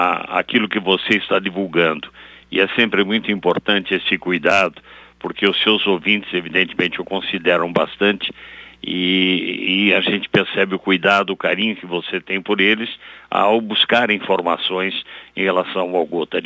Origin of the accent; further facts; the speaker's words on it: São Paulo, Brazil; eu sou de São Paulo